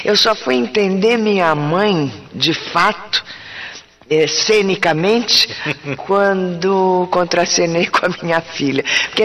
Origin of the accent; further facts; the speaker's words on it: Rio de Janeiro, Brazil; now in São Paulo, Brazil; Sou natural do Rio de Janeiro.